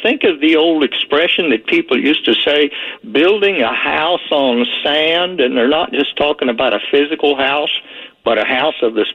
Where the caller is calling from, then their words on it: Virginia, United States; the blind man from Virginia.